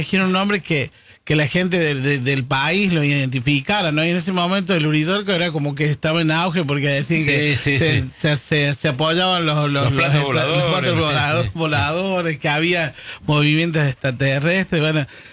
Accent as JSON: {"language": "Spanish", "region": "Córdoba", "country": "Argentina", "tie": "born or raised there", "accent": "Cordoban tonada", "said": "El San Vicente, donde nos criamos, donde yo nací"}